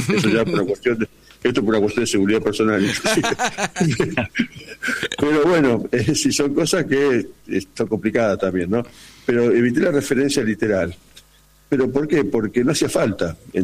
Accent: Santa Fe, Argentina; Claro, somos provincianos, pero no nos asumimos como provincianos. Ningún rosario dice soy santafesino, y somos de Santa Fe.

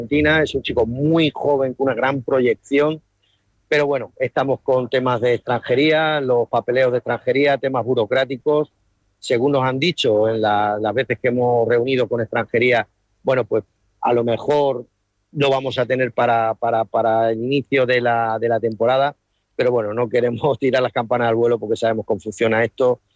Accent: Puertollano, Castilla-La Mancha, Spain; somos de Puerto Llano, somos, como decimos, hechos de acero, una ciudad minera.

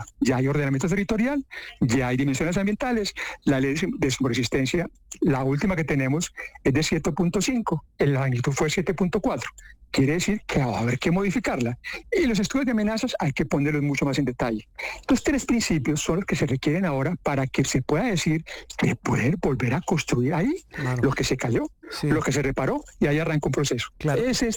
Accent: Armenia, Quindío, Colombia; Yo acabo de llegar de mi tierra, yo soy de Armenia, sí.

